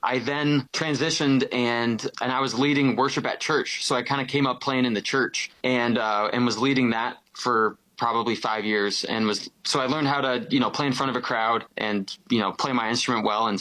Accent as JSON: {"language": "English", "town": "Fort Erie", "region": "Ontario", "country": "Canada"}